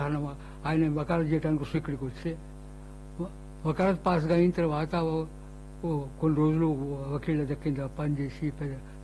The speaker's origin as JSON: {"language": "Telugu", "town": "Madikonda", "region": "Telangana", "country": "India", "tie": "born or raised there", "said": "ఇది ఈ విధంగా నా బాల్యం అక్కడ. మడికొండలో కూడా నా బాల్యం చెల్లినప్పుడు"}